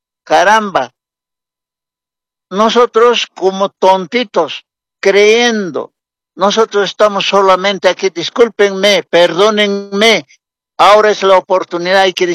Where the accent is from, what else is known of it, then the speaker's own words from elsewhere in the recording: Bolivia; ¿Dónde está nuestro derecho como buenos bolivianos?